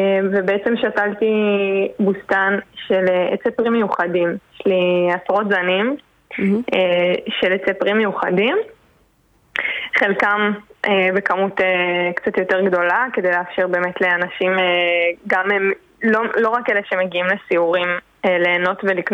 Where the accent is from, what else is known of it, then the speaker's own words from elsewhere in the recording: Southern District, Israel; אנחנו גם מהדרום, אזור קריית גת